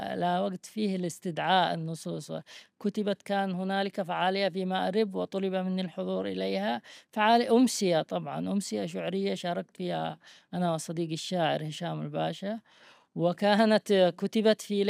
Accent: Yemen; أنا كيمني الانتماء

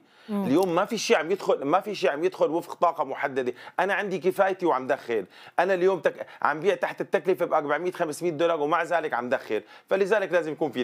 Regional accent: Syria; أكيد هلأ بالنسبة لتكاليف الإنتاج عندنا في سوريا على وضع خاص،

